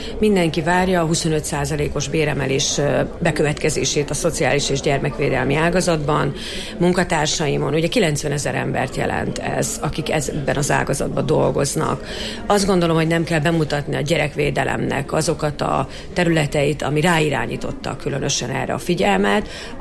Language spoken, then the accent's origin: Hungarian; Miskolc, Borsod-Abaúj-Zemplén, Hungary; Miskolcra, de hát ugye én két laki életet élek, úgyhogy én hétvégente is szoktam itt lenni, hiszen ez a szülővárosom.